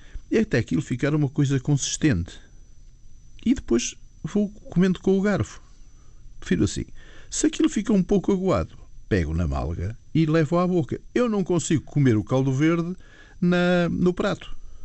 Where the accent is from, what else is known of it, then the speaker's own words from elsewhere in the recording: Madeira, Portugal; born there; Eu nasci na Madeira por um mero acaso. A minha mãe era inglesa, tem nada a ver com esta coisa, com esta zona. O meu pai é do Douro.